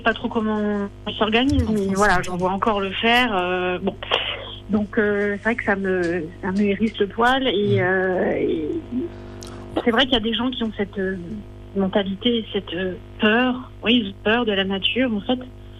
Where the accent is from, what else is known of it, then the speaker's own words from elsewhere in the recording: Grand Est, France; moved away; Mais dans ma région d'origine, qui est l'Alsace